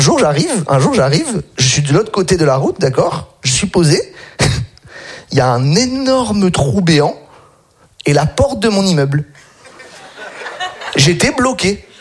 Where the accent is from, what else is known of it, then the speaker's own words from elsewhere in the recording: Nice, Provence-Alpes-Côte d'Azur, France; born there; J'ai 31 ans, d'accord. J'habite à Nice depuis environ 31 ans.